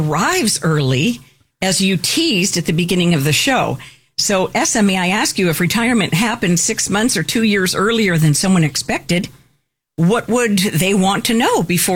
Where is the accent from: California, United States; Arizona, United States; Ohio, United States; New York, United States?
Arizona, United States; Phoenix; now in Florida, United States; I grew up in Phoenix, and it's really hot there.